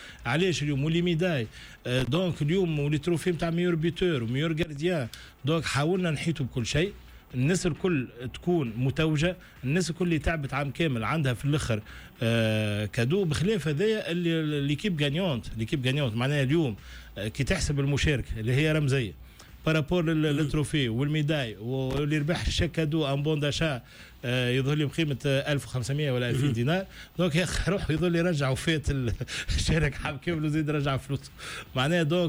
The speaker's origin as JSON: {"language": "Arabic", "country": "Tunisia"}